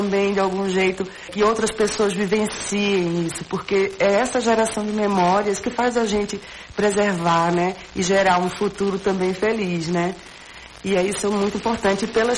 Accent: Limoeiro, Pernambuco, Brazil; eu sou lá de Limoeiro, passei a minha infância, a minha juventude lá

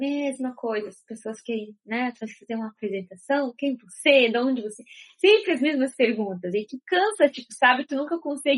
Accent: Syria; Portuguese is a second language; moved away as an adult; now in Brazil; Eles sabiam que eu sou da Síria.

